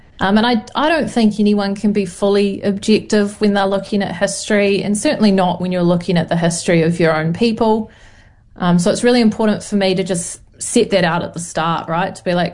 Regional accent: Canterbury, New Zealand; I think because I grew up in Canterbury, I grew up pretty Pākehā. I didn't know a lot of our histories growing up. I just knew we were Ngāti Kuia and these were our ancestors.

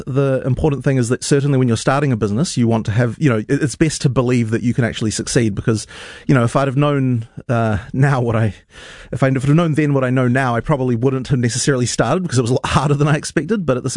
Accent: Auckland, New Zealand; kind of wanted to make a school that would be able to teach the kind of kid that I was when I was growing up in West Auckland

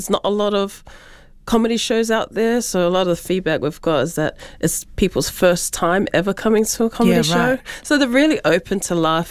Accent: Auckland, New Zealand; we're all women, we're all Pacific, we're all from South Auckland

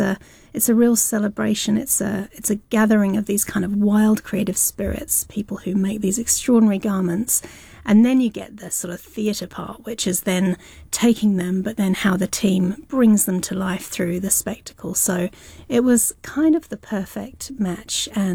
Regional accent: England, United Kingdom; moved away; My dad's a Welsh speaker. But I grew up in England and then obviously now here.

